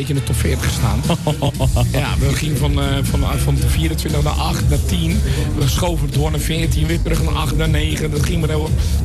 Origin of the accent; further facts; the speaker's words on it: Noordwijk, South Holland, Netherlands; En ik kom zelf uit Noordwijk, aan de kust.